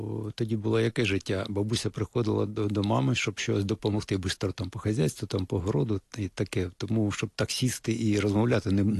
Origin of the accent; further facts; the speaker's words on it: Hrebinky, Kyiv Oblast, Ukraine; born there; Народився під Києвом в Рябінках.